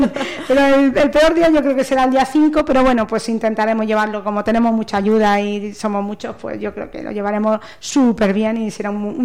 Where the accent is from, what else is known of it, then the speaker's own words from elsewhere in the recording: Villena, Valencian Community, Spain; como dice nuestro paso doble, somos de Villena a lo mejor, ¿no?